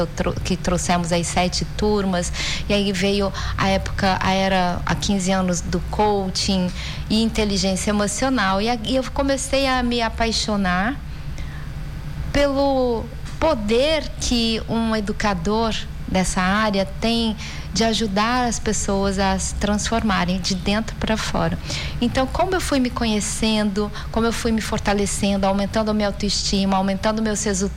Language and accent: Portuguese; Londrina, Paraná, Brazil; born there; moved away as an adult; also born or lived in Campo Grande; now in Manaus, Brazil; eu sou paranaense, nascida em Londrina, olha, Paraná.